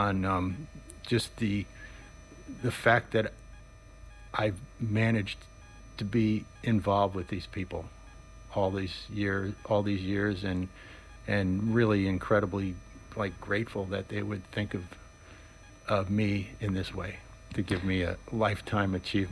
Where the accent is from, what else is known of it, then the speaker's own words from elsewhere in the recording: New Haven, Connecticut, United States; moved away as an adult; also born or lived in Boston; most of the time I haven't lived in New York, only a little bit in the 80s. I lived in, like I said, I grew up in New Haven. I lived in Boston for a long time